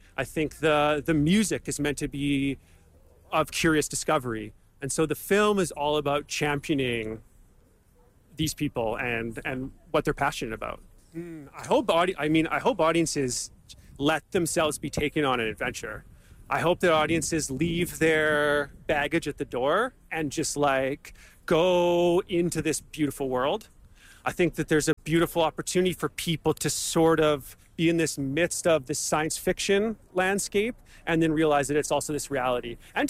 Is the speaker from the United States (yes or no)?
no; Vancouver, British Columbia, Canada; cryonics was something that was happening in my hometown in Vancouver